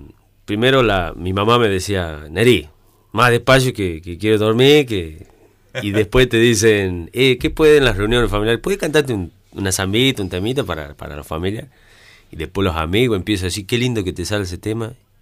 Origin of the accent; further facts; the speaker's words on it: Gualeguaychú, Entre Ríos, Argentina; Y ya escuchaba, ah, eso me hace acordar tanto a mi tierra de Gualeguaychú.